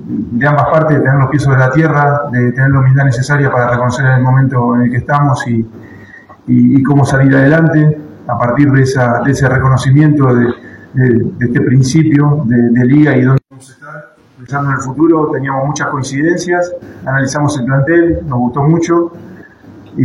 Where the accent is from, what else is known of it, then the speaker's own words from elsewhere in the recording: Argentina; moved away as an adult; obviamente para ustedes también, somos argentinos. Y cuando salí a Perú fue una decisión difícil